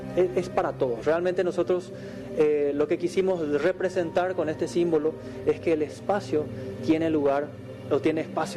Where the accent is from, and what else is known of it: Paraguay